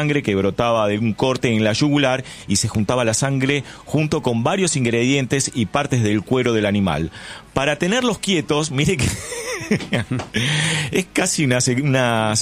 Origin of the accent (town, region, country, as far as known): Pinamar, Buenos Aires Province, Argentina